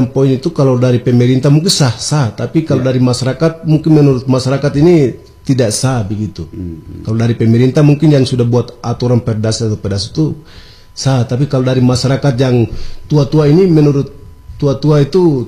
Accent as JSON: {"language": "Indonesian", "area": "the Baliem Valley", "region": "Highland Papua", "country": "Indonesia", "said": "Saya sebagai anak Lembah"}